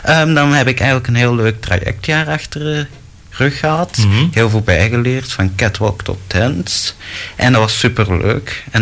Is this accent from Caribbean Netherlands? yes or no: no; Retie, Flanders, Belgium; Ik kom uit Reti, provincie Antwerpen.